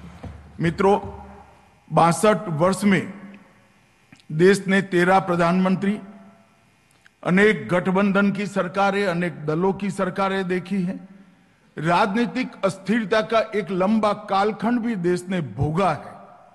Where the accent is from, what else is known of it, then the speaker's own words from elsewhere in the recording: Gujarat, India; मैं गुजरात से आता हूं